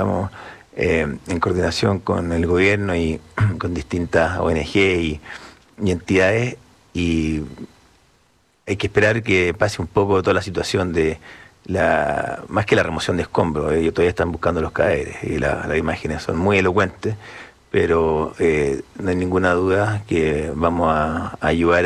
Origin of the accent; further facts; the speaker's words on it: Chile; porque para nosotros como chilenos